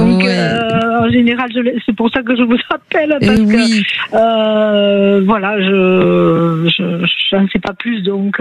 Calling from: Nouvelle-Aquitaine, France; Alors, je vous appelle de la région bordelaise.

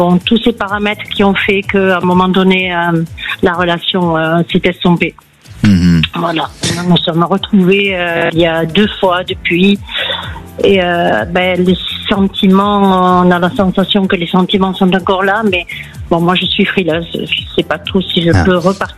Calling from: Nouvelle-Aquitaine, France; moi je suis en Gironde.

